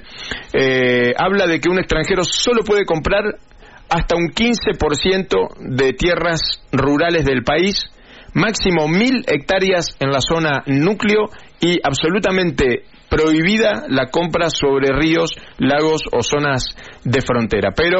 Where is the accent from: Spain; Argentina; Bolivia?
Argentina